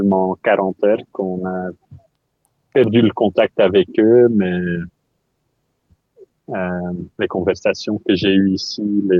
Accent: Ghent, Flanders, Belgium; born there; Il y a dans ma ville où j'habite et où je suis né, à Gand

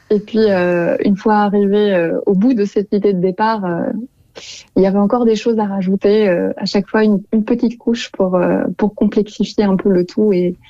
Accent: Brussels, Brussels-Capital Region, Belgium; je suis bruxelloise. Scarbécoise plus précisément.

